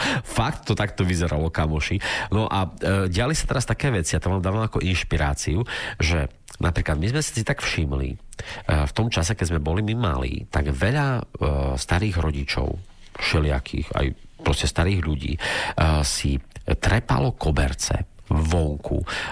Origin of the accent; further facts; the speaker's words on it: Bardejov, Prešov Region, Slovakia; ja pochádzam z Bardejova, z takého malého mestečka, ktoré je akože veľmi pekné.